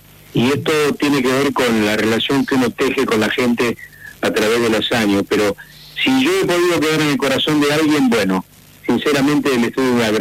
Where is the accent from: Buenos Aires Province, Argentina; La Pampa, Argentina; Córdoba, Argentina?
Buenos Aires Province, Argentina; San Pedro; moved away; trabajando en una propaladora en mi pueblo, en San Pedro